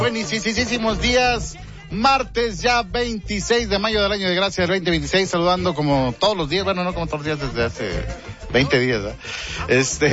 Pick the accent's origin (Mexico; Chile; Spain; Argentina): Mexico; Bajío; now in Monterrey, Mexico; De mi natal, ¿verdad? Vengo del Bajío.